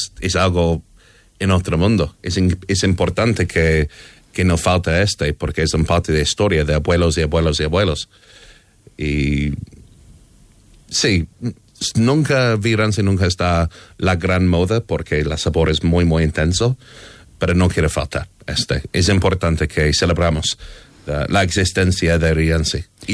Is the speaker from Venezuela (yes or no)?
no; Barcelona, Catalonia, Spain; born there; also born or lived in London; siempre he vivido en Barcelona, pero mis estudios la mayoría son en Londres.